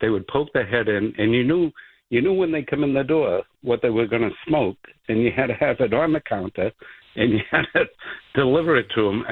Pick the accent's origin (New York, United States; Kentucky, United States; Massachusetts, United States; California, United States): Massachusetts, United States; Boston; now in Canton, United States; I grew up in the city. I spent my whole life in the city.